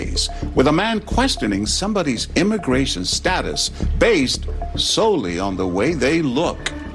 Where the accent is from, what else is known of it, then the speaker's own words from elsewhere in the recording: San Antonio, Texas, United States; my own hometown of San Antonio, where my own family made ends meet as migrant farm workers.